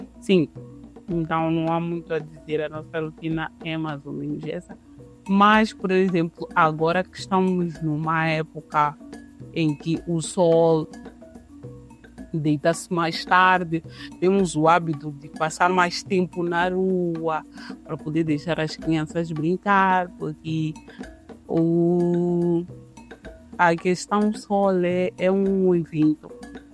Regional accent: Mozambique; now in France; Então, quando digo sou de Moçambique, dizem Moçambique, onde que é?

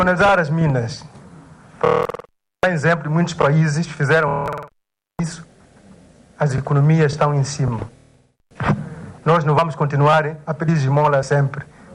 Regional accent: Nangade, Cabo Delgado, Mozambique; sou de Nangade.

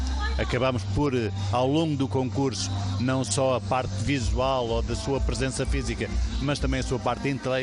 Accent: Mozambique; E claramente eu, como moçambicano, fiquei muito honrado

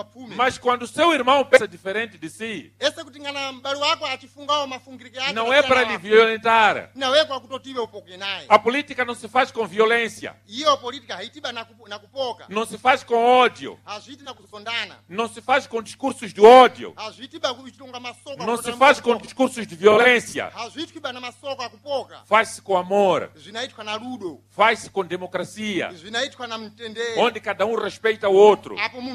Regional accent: Mozambique; Nós, como moçambicanos, somos um povo de paz.

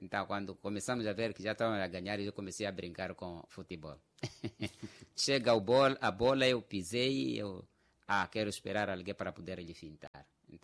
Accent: Quelimane, Zambezia, Mozambique; also born or lived in Namacurra District; É, também sou natural daqui de Quelimane, mas bem nascido no distrito de Namakura.

